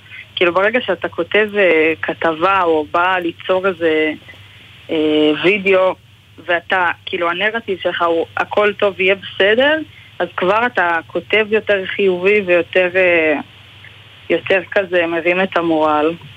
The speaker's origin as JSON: {"language": "Hebrew", "town": "Arad", "region": "Southern District", "country": "Israel", "said": "אני בעיקרון מערד ואביטל... ממחולה. אז בערך כל הארץ מפרידה בינינו"}